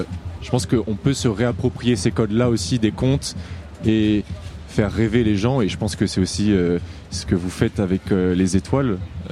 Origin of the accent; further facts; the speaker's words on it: Nantes, Pays de la Loire, France; Moi, je suis de Nantes aussi.